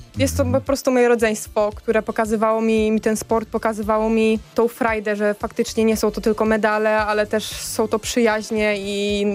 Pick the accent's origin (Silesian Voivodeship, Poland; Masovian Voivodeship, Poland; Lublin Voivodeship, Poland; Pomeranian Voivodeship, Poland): Lublin Voivodeship, Poland; Chełm; wróciłam z powrotem do mojego rodzinnego miasta